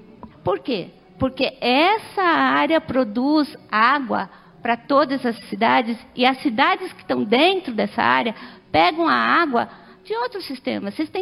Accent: São Roque, São Paulo, Brazil; Eu sou de São Roque, eu não conheço vocês. Eu sou de outra subbacia.

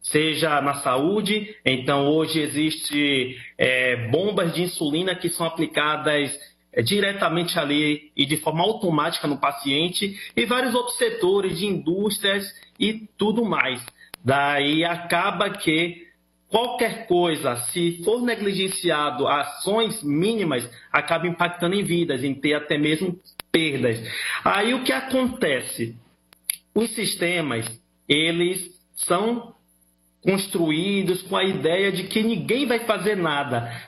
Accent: Salvador, Bahia, Brazil; Não, eu sou de Salvador, Salvador, Bahia.

